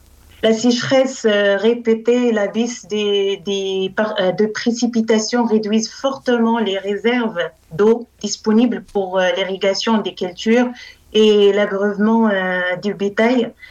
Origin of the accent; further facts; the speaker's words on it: Errachidia, Drâa-Tafilalet, Morocco; French is a second language; Je suis d'origine de Rachidia, dans le sud-est du Maroc, c'est la région de Darat Filelt.